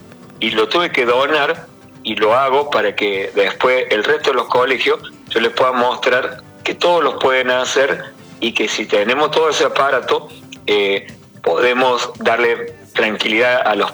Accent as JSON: {"language": "Spanish", "region": "Córdoba", "country": "Argentina", "said": "nosotros somos de Córdoba, y bueno, en Córdoba estamos avanzados"}